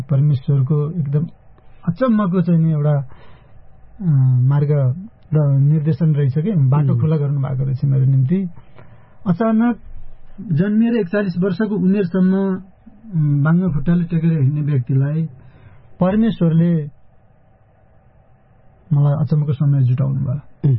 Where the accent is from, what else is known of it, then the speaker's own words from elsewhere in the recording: Gorkha, Gandaki Province, Nepal; born there; moved away; गोर्खाको पालुन्डर भन्ने ठाउँमा भनौँ न मेरो जन्मथलो